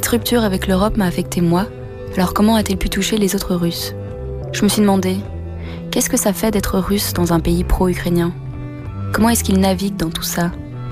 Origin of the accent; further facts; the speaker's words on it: Belgium; je suis russe, en tout cas sur papier. J'ai la double nationalité, mais moi, je rentre en Belgique, chez moi, là où j'ai grandi.